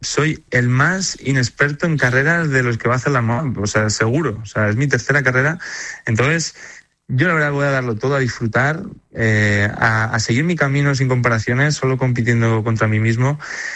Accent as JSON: {"language": "Spanish", "town": "Calamocha", "region": "Aragon", "country": "Spain", "tie": "born or raised there", "said": "Es que al final yo me encuentro muy cómodo en mi tierra. Al final tenemos también, mira, hay una zona en mi pueblo, en Calamocha, que es igual al Cañón del Colorado"}